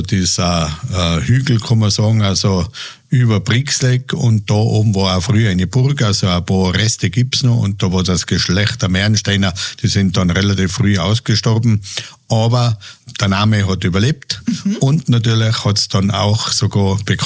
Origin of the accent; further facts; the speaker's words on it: St. Gertraudi, Tyrol, Austria; in meine unmittelbare Nähe, kann man sagen, bin ich aus St. Gertraude und die nächste Gemeinde ist Brixlek.